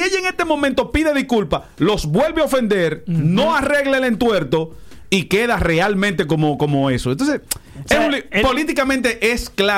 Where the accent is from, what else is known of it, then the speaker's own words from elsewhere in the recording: Dominican Republic; como dominicano, me siento mal de que ella haya hecho comentario.